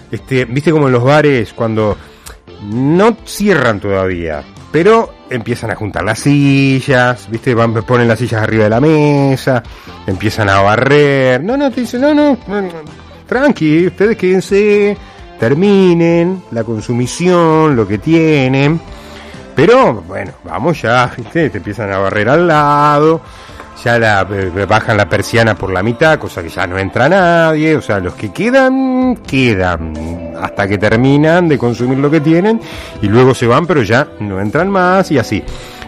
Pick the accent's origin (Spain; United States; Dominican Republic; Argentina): Argentina; porque somos argentinos.